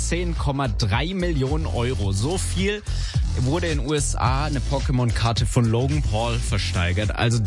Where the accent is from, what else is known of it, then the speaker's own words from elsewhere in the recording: Baden-Württemberg, Germany; Also da, wo ich herkomme, zumindest im Schwabenländle.